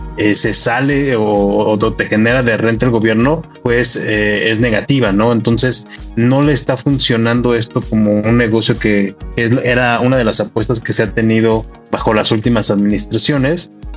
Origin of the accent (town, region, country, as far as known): Mexico